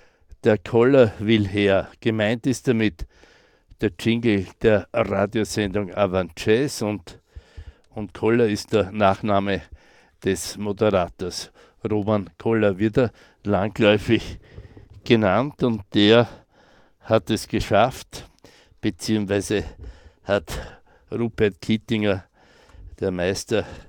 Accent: Styria, Austria; Ich komme aus der Südsteiermark

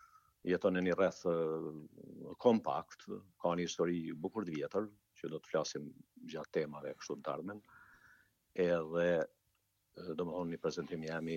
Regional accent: Deçan, Peja District, Kosovo; nga Komuna Deçanit

